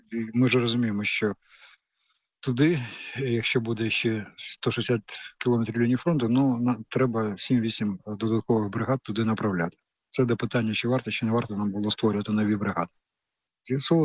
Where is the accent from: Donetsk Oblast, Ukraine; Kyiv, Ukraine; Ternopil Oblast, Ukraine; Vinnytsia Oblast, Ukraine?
Kyiv, Ukraine; я теж корінний киянин.